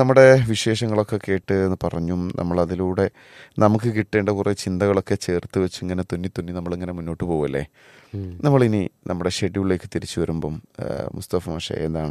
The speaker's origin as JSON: {"language": "Malayalam", "town": "Kinavakkal", "region": "Kerala", "country": "India", "tie": "born or raised there", "said": "ഞാൻ ജനിച്ചത് വളർന്നതൊക്കെ കൂത്തുപറമ്പിനടുത്ത് കിണവക്കലിലാണ്. കൂത്തുപറമ്പിനടുത്താണ്."}